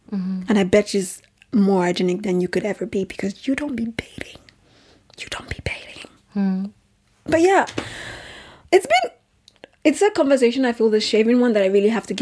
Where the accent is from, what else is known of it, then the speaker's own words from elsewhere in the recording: Nigeria; now in Europe; I grew up in Nigeria and we didn't need to shave legs. When I moved to Europe